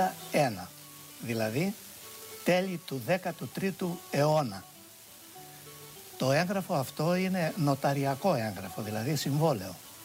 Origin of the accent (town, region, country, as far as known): Kainourio Chorio, Crete, Greece; born or raised there; also born or lived in Heraklion